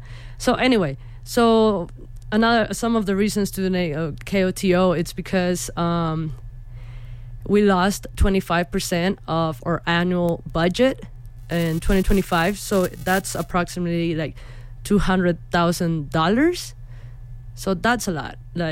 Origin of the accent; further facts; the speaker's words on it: Tijuana, Baja California, Mexico; English is a second language; moved away; So as I shared earlier, I grew up in Tijuana, so English is my second language.